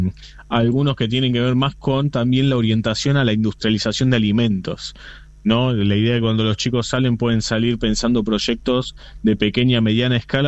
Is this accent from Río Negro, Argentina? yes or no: no; Buenos Aires, Argentina; now in Río Grande, Argentina; No, yo soy de Buenos